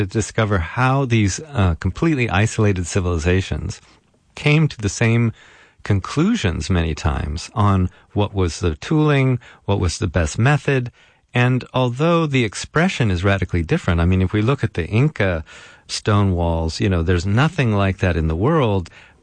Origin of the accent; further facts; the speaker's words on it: California, United States; Imagine I come out of the suburbs in California. I'm a kid from America.